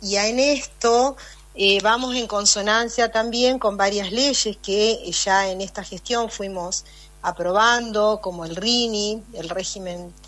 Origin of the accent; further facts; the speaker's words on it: San José de Feliciano, Entre Ríos, Argentina; mi pueblo, de San José de Feliciano, un norte ganadero por excelencia, en el que ahora se está diversificando también con producción agrícola.